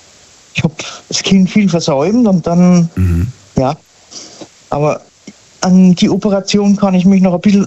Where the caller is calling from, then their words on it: Sinsheim, Baden-Württemberg, Germany; aus der Ecke Sinsheim.